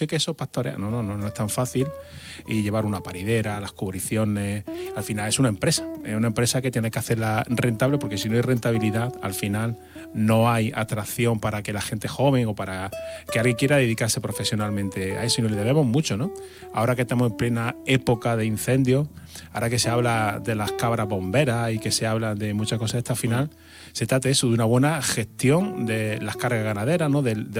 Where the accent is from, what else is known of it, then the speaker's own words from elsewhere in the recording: Jaén, Andalusia, Spain; now in Almería, Spain; yo soy de Jaén.